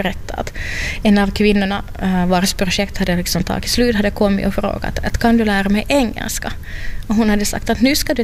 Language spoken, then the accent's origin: Swedish; Finland; det blev lite sådär högkurs av olika saker som vi finländare ville sen köpa från henne.